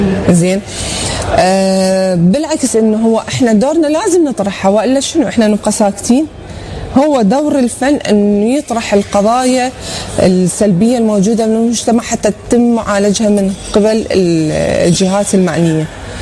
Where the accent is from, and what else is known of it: Iraq